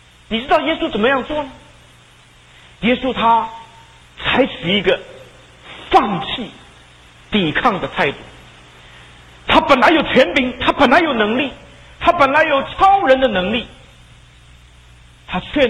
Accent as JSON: {"language": "Chinese", "country": "China", "said": "不单是我们中国人，还有很多的弟兄姐妹"}